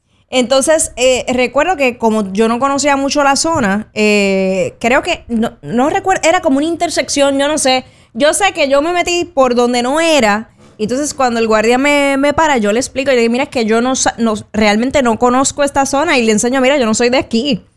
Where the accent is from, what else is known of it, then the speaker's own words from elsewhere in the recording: Caguas, Puerto Rico; Mi pueblo, mi querido pueblo